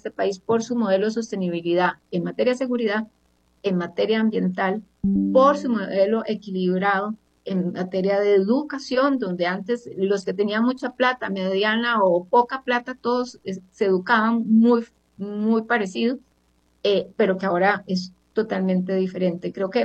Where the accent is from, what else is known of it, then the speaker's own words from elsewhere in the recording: Costa Rica; Yo les pido de corazón como costarricense